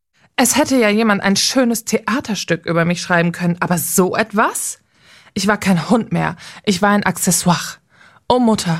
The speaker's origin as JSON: {"language": "German", "town": "Athens", "region": "Attica", "country": "Greece"}